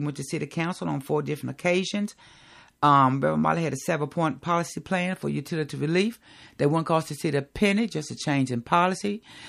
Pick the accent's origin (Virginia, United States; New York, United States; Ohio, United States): Virginia, United States; Danville; also born or lived in Washington, D.C.; I was raised in Cardinal Village. I graduated in 1984 from George Washington High School.